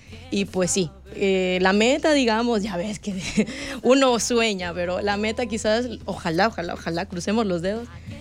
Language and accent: Spanish; San Salvador, El Salvador; born there; yo soy de aquí, del mero San Salvador.